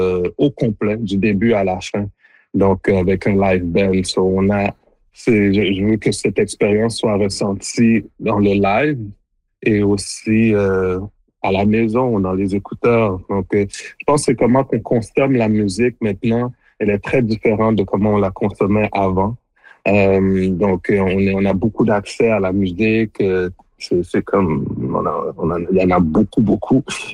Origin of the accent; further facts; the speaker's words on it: Montreal, Quebec, Canada; born there; Et mon parcours, je suis né à Montréal de parents d'origine haïtienne.